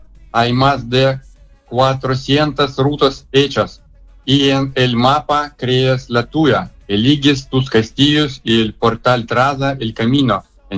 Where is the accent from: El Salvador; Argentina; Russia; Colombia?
Russia; Spanish is a second language; moved away; pido disculpas por mi español. Soy ruso, todavía lo estoy aprendiendo.